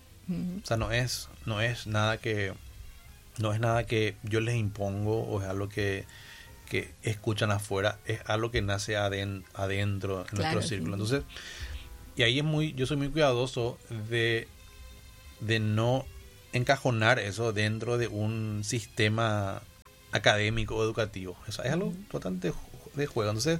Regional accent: Paraguay; expresar quién soy yo como paraguayo

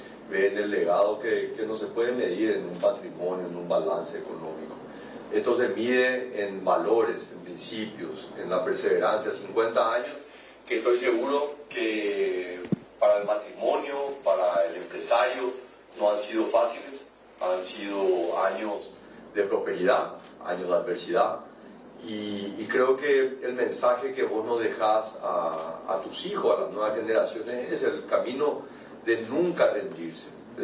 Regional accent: Paraguay; Gracias como paraguayo. En el 76, faltaban todavía 2 años para que yo naciera

